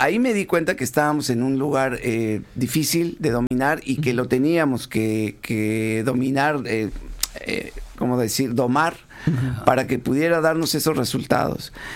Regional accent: Mexico; moved away; Yo soy mexicano

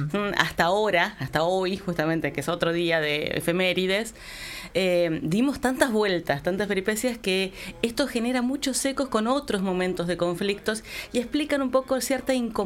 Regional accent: Argentina; yo estoy hablando aquí como alguien de Argentina, sí. Soy ciudadana argentina, soy argentina, y viví parte de ese proceso bélico en mi infancia

